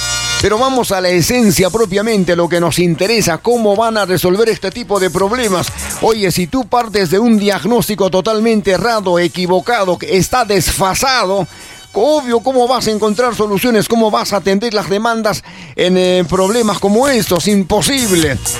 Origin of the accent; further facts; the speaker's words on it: Arequipa, Peru; la situación que estamos enfrentando, por ejemplo, los arequipeños en función de cómo se mueve la economía en Arequipa.